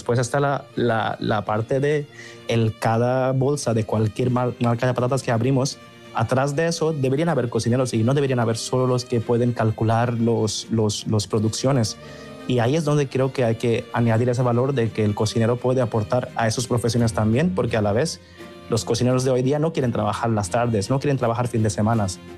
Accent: India; also born or lived in Bilbao; now in Netherlands; yo soy de la India

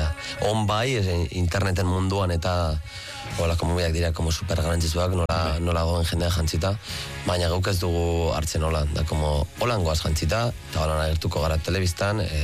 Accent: Basque Country, Spain; Euskaldunak gara, Euskal Herria maite dugu

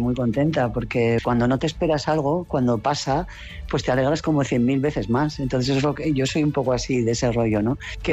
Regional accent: Navarre, Spain; este galardón que me ha concedido mi tierra

